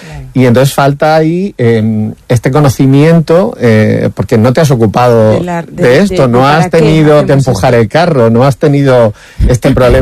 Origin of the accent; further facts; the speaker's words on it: Almería, Andalusia, Spain; also born or lived in Madrid; luego intenté acordarme de mi adolescencia, de mi infancia en Almería, que era incluso casi peor que Madrid, porque era mucho más la periferia de la periferia de la periferia